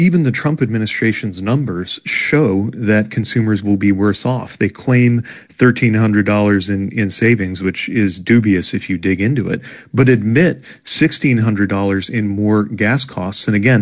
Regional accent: South Bend, Indiana, United States; Look, I grew up in South Bend, Indiana, in the shadow of the Studebaker car company factories that went silent in the 60s because that company couldn't innovate and get with the times.

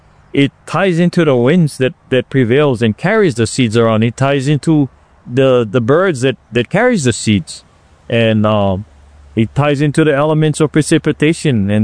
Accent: Hilo, Hawaii, United States; moved away as an adult; now in Waimea, United States; I'm a resident in Waimea. I lived there for close to 40 years. Originally born and raised in Hilo.

